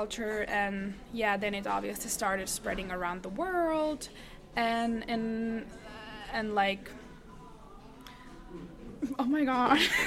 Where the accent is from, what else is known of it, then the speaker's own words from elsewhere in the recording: Vaasa, Ostrobothnia, Finland; I'm originally from Vasa, it's a smaller town in Finland.